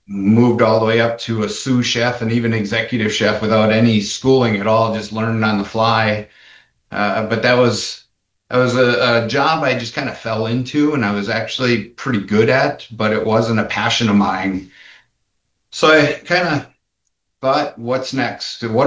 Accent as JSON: {"language": "English", "area": "Manitowoc County", "region": "Wisconsin", "country": "United States", "tie": "born or raised there", "said": "Well, I grew up pretty poor in Manitowoc County."}